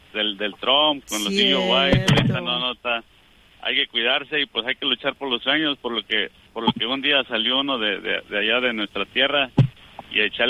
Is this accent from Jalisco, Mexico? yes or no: no; Huauchinango, Puebla, Mexico; now in Salem, Oregon, United States; soy originario de Huauchinango, Puebla.